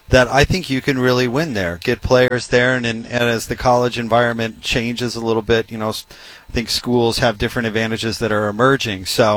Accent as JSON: {"language": "English", "town": "Salt Lake City", "region": "Utah", "country": "United States", "said": "because we're from Salt Lake."}